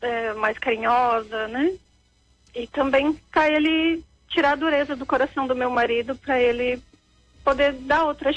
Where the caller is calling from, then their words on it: Foz do Iguaçu, Paraná, Brazil; Eu falo de Foz do Iguaçu, no Paraná.